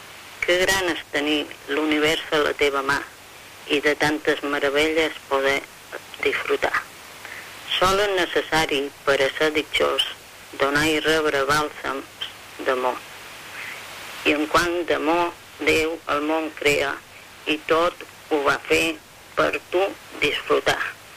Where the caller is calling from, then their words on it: Palma, Balearic Islands, Spain; de Palma.